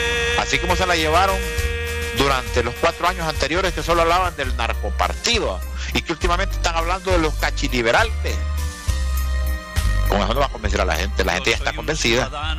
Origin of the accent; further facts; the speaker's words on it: Honduras; hay cosas que a mí me caen mal como hondureño